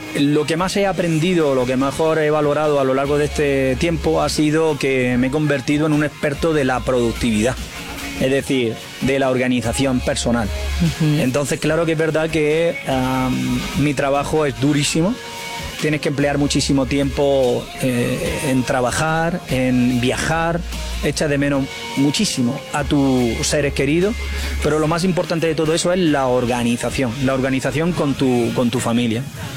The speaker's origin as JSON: {"language": "Spanish", "area": "Almería", "region": "Andalusia", "country": "Spain", "moved": "yes", "said": "en mi tierra, en Almería"}